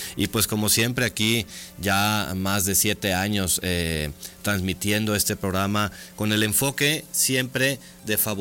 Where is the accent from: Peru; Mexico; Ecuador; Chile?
Mexico; Aguascalientes; en Aguascalientes, contrario a lo que muchas veces se cree, pues somos muy ricos en gastronomía.